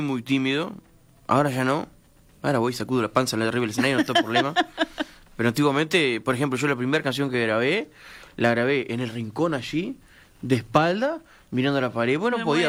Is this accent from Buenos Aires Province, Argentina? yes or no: no; Mendoza, Argentina; Yo soy de Mendoza